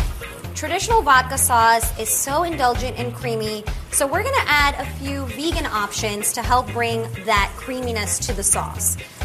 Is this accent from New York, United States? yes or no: yes; Staten Island, New York, United States; I grew up on Staten Island, so I can't even tell you how many pasta dishes I've eaten over the years.